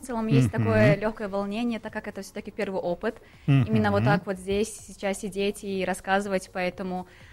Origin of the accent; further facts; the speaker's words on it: Tajikistan; я думаю, что все-таки прежде всего я трудолюбивая таджичка. И я все время стараюсь просто развивать именно сферу образования в нашей стране